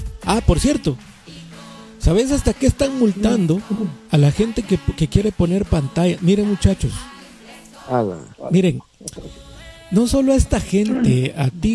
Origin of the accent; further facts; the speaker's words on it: Guatemala; Digo nosotros hablando en general, como sociedad guatemalteca.